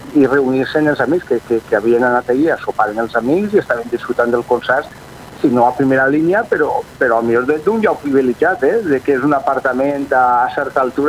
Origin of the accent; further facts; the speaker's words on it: Oliva, Valencian Community, Spain; som d'Oliva.